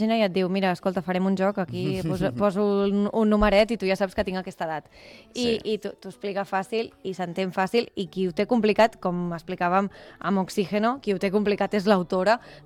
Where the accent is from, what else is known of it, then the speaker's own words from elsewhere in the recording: Martorell, Catalonia, Spain; jo soc de Martorell, però tampoc és que vingui de l'altra punta del món.